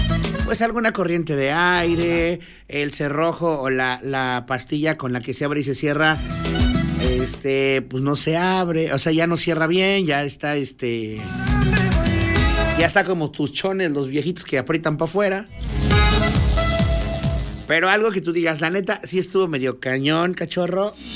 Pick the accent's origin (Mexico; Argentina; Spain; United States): Mexico; Somos mexicanos y tenemos que apoyar a los nuestros